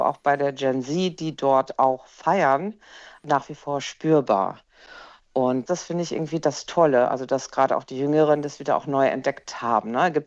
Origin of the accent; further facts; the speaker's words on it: North Rhine-Westphalia, Germany; ich komme ursprünglich irgendwie aus Nordrhein-Westfalen